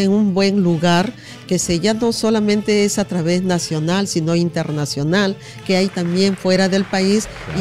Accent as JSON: {"language": "Spanish", "country": "Peru", "said": "Y esto es que a nosotros como peruanos nos enorgullece que nuestras raíces vaya creciendo de poquito"}